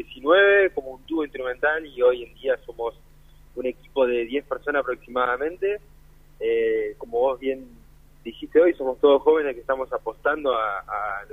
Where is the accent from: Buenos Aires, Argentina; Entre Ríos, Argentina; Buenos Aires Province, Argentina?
Entre Ríos, Argentina; Aldea María Luisa; Yo soy de Aldea María Luisa y tengo 26 años.